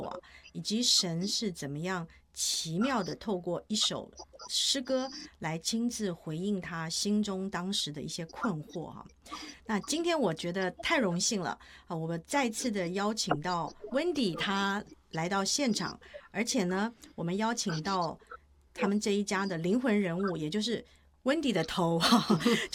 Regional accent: Taiwan; 当时我非常惊讶的发现说，哇，竟然有跟我一样来自台湾的这个同乡哦

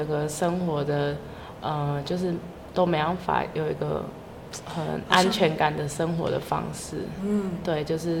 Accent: Nantou County, Taiwan; 因为我也不是新北人或是台北人，就是我是从南投过来的人这样子，然后就觉得来到一个人生地不熟的地方

